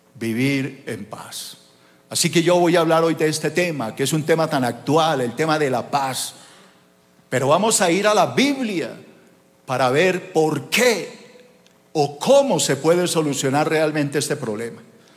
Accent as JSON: {"language": "Spanish", "country": "Colombia", "tie": "born there", "said": "Desde que yo nací, he vivido en este mundo de violencia. Nacimos en Colombia, un país dividido, polarizado"}